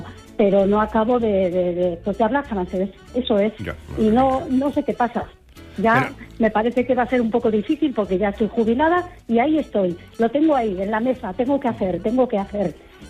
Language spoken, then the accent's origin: Spanish; Bilbao, Basque Country, Spain; Bueno, yo soy de Bilbao.